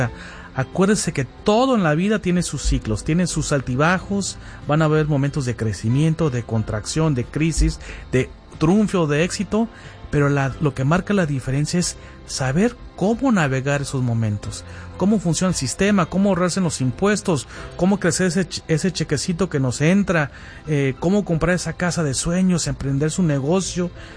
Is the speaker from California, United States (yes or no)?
yes; Los Angeles, California, United States; born there; Yo nací aquí en Los Ángeles, señor Humberto. Mis papás son de México, los dos son de Jalisco. Mi papá de la ciudad de Guadalajara, de hecho, y mi mamá de un pueblito chiquito que se llama San Martín Hidalgo